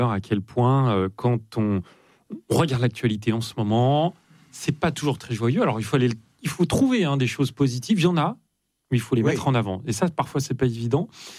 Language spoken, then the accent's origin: French; Lyon, Auvergne-Rhône-Alpes, France; Oui, j'ai grandi à Lyon.